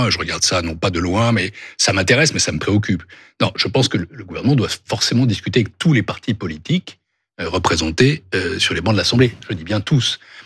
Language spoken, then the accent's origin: French; France